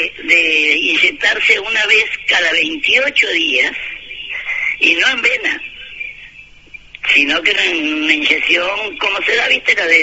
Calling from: Montevideo, Uruguay; Te hablo de Nuevo París.

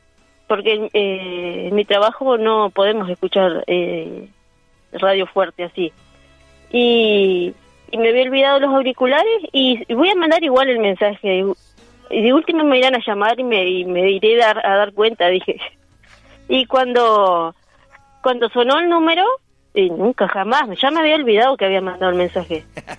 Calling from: Colonia Gartenthal, Río Negro, Uruguay; Sí, yo en San Javier no vivo mismo. Yo vivo en Colonia Gartenthal. Es una colonia alemana.

